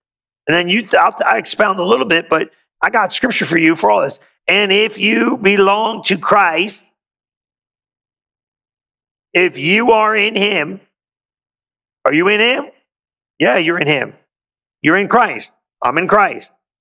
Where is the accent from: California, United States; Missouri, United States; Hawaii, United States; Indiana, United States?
California, United States; Lodi; Somebody's like, where you from? I'm from Lodi.